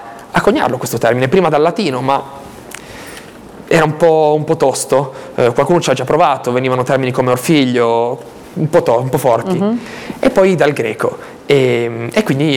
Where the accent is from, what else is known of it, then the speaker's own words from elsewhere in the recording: Albenga, Liguria, Italy; E prima il nostro comune di Albenga, noi siamo di Albenga … di Albenga, e subito dopo la regione Liguria ci hanno dato una mano.